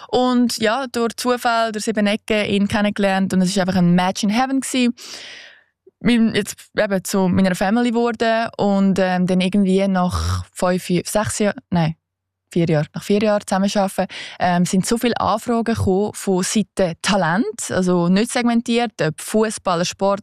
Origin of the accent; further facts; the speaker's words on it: Switzerland; weil wenn du so als Schweizer in den Tee gehst und keine Ahnung hast, ja.